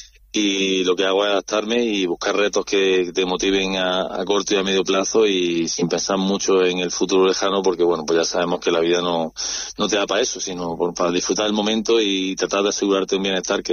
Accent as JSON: {"language": "Spanish", "town": "Jaén", "region": "Andalusia", "country": "Spain", "tie": "born or raised there", "said": "en Los Arcos, que fue donde nací, en la zona de los Sauces, en la plaza Cervantes, de ahí cerca de Arimelia, en Jaén, desde hasta los 19 años, 100% en Jaén"}